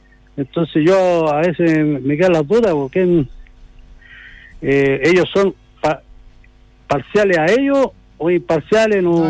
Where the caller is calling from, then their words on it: Antofagasta, Chile; yo soy de Antofa, pero ahora vivo en Santiago momentáneamente